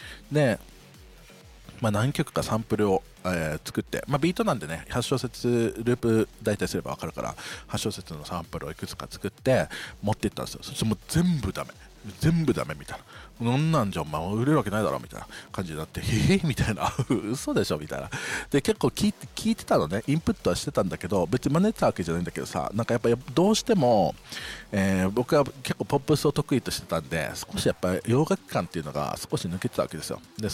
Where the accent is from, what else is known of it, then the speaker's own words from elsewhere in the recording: Okinawa, Japan; 特に中部で、ゲートが近いところでね、生まれ育ってるっていうのもあるので、